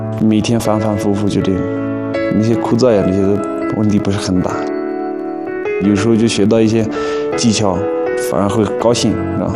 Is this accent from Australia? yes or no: no; Damxung, Tibet, China; 我来自西藏拉萨当雄县，今年23岁